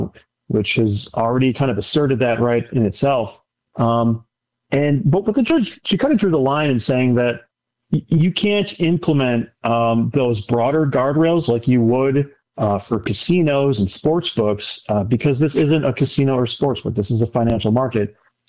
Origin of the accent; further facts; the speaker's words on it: Illinois, United States; I grew up in the Southwest Burbs. You know, Catholics territory.